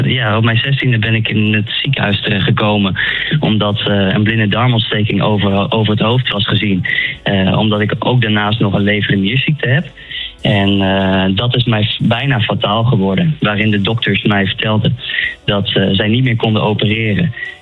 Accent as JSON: {"language": "Dutch", "region": "Drenthe", "country": "Netherlands", "said": "Ik denk dat ik ben een echte Drent"}